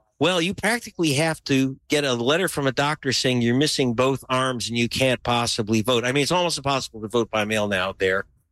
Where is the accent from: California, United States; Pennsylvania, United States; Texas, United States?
California, United States; Pacoima